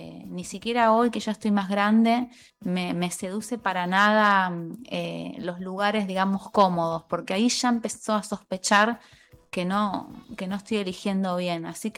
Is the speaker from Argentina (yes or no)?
yes; Buenos Aires, Argentina; soy porteña, soy de Buenos Aires, de la capital. Actualmente vivo en Boedo, que es lo más porteño que hay.